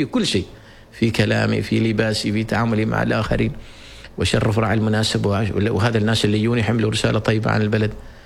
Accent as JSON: {"language": "Arabic", "country": "Oman"}